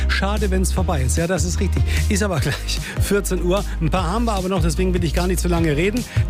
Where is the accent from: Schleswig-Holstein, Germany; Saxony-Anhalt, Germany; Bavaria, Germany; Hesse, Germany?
Schleswig-Holstein, Germany; Eckernförde; jetzt noch einen habe, den ich an Claudia schicke aus Ecktown, also Eckernförde. Vielleicht was aus meiner Heimatstadt.